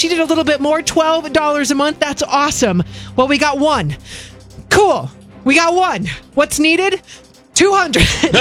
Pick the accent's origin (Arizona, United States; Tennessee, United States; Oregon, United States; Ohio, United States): Oregon, United States; Mary's in my home state of Salem, Oregon.